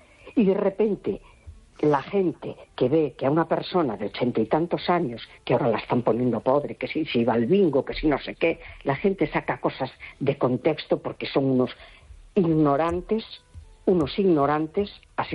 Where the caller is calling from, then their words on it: A Coruña, Galicia, Spain; Hola, buenas noches. … de La Coruña.